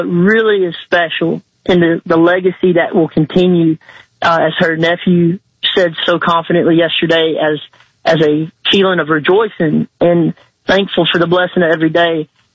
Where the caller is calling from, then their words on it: Georgia, United States; So I'm from North Georgia